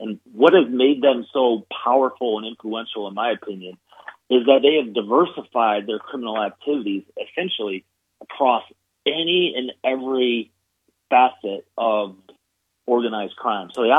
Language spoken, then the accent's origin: English; New York, United States; I grew up in the New York public school system